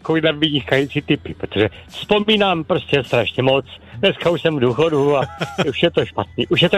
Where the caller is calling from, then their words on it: Brno, South Moravian Region, Czechia; studoval jsem v Brně tady, jsem z Bohán z Brna